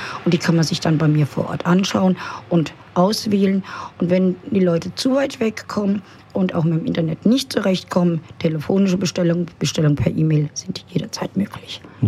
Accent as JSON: {"language": "German", "town": "Flörsheim am Main", "region": "Hesse", "country": "Germany", "tie": "born or raised there", "said": "Also ich bin in Flörsheim aufgewachsen"}